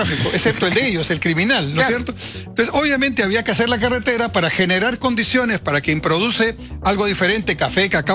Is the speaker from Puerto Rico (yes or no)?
no; Peru; a mí como peruano y como exministro me interesa que avance